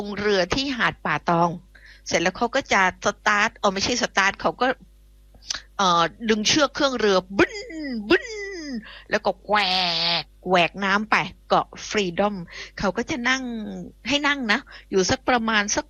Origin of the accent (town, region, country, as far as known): Phuket, Thailand; born or raised there; moved away